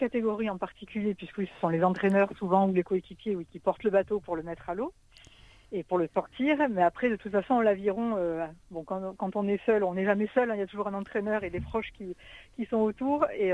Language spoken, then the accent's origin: French; Provence-Alpes-Côte d'Azur, France; also born or lived in Marseille; Oui, enfin, moi je suis née au Peigne-Mirabeau, mais après j'ai fait mes études à Marseille, à Lumigny, en STAPS.